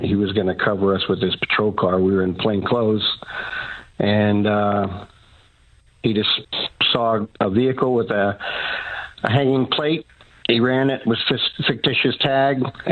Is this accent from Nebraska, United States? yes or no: yes; Colon, Nebraska, United States; I am from Colon, Nebraska, which is about 40 miles directly west of Omaha. It's a very small, it's actually a village, 110 people still today. Very small town.